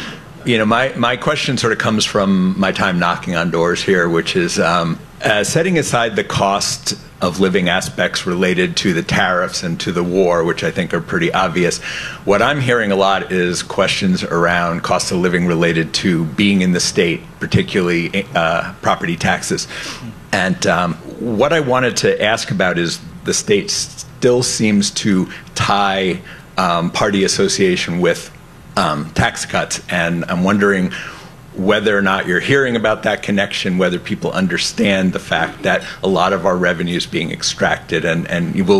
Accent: Brentwood, New Hampshire, United States; I'm from Brentwood, New Hampshire

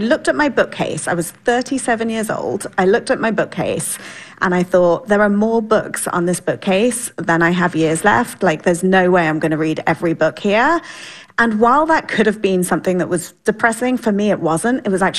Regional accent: United Kingdom; also born or lived in United States

